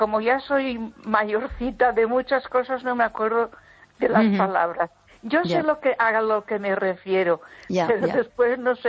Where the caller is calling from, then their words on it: Ponferrada, Castile and León, Spain; Donde vivo yo, aquí en Ponferrada